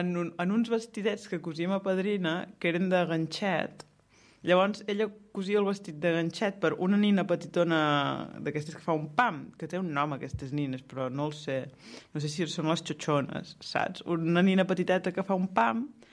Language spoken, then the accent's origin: Catalan; Blancafort, Catalonia, Spain; born or raised there